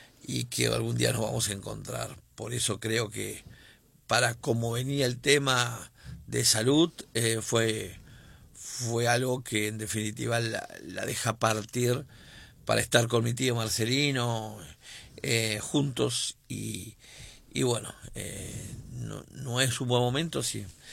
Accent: Cerro Pelado, Rivera, Uruguay; yo fui criado en Cerro Pelado

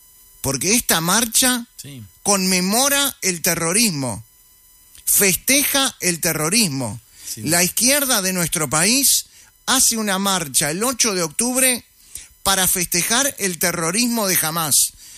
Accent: Uruguay; Somos uruguayos.

